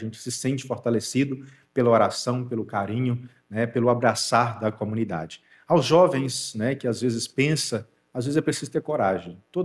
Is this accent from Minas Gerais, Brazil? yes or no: yes; Itabirinha, Minas Gerais, Brazil; Eu sou natural de Itabirinha, então foi lá que surgiu, né, o início da minha vocação